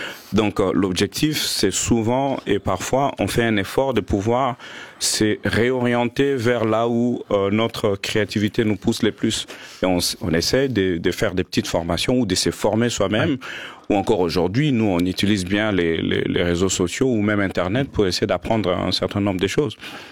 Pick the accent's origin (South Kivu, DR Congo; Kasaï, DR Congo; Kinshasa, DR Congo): Kinshasa, DR Congo; je suis né et grandi à Kinshasa.